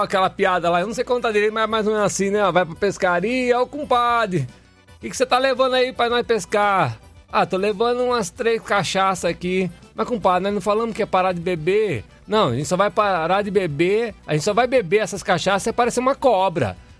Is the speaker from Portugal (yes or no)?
no; Araras, São Paulo, Brazil; Vivi aí passeando em Leme quando eu ainda morava em Araras, aí na minha terra natal.